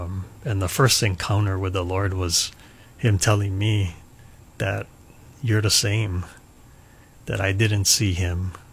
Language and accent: English; Hilo, Hawaii, United States; growing up in Hilo, I didn't know too many Christian people